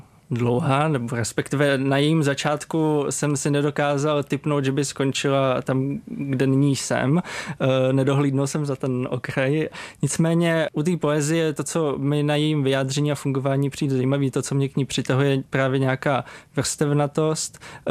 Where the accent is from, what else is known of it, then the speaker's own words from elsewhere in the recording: Jablonec nad Nisou, Liberec Region, Czechia; Asi úplně na začátku bylo to, že jsem vyrůstal v Jablonci nad Nisou, což je hezké město, rád se tam vracím